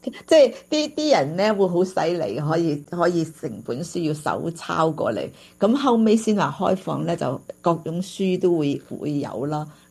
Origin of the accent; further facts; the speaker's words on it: Guangzhou, Guangdong, China; 因为我喺广州长大啦，咁我哋嗰、那个即系回忆嗰、那个会就系睇呢一啲嘢